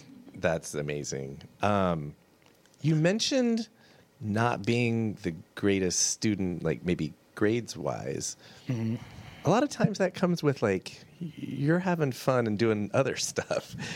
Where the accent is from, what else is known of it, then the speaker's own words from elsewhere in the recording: Texas, United States; moved away; I grew up in Texas